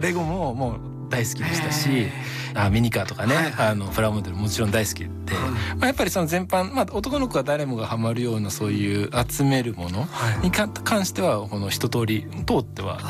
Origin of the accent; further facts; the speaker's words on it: Fujisawa, Kanagawa, Japan; で、僕神奈川県の藤沢市出身で、はいはいはい、近くに鵠沼海岸という海があったんですけど